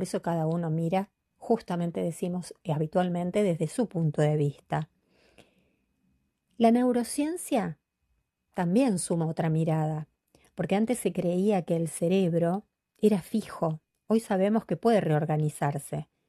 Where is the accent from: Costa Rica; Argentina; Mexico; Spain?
Argentina; Quilmes, Buenos Aires Province; Yo soy de Quilmes, de la provincia de Buenos Aires. Vivíamos a 500 kilómetros